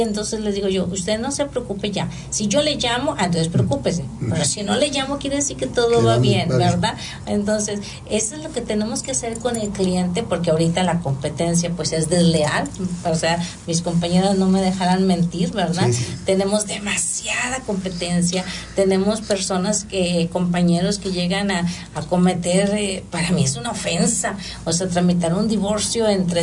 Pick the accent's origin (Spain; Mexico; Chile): Mexico; Agujita, Coahuila; moved away as an adult; also born or lived in Saltillo; Ustedes, pues gracias a Dios eran de la capital del estado, pero pues yo no, yo sí tuve que emigrar de Agujita, tuve que emigrar a Saltillo para poder estudiar mis 5 años en la universidad.